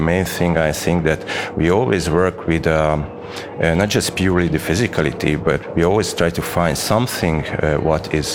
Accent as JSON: {"language": "English", "region": "Budapest", "country": "Hungary", "second_language": "English", "said": "I'm from Budapest, and we are here with our Freeform Circus Collective here in Basel"}